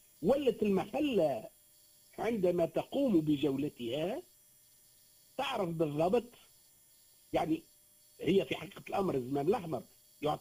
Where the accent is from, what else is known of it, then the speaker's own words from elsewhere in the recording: Gafsa, Gafsa Governorate, Tunisia; القبرصلي عندنا في قفصة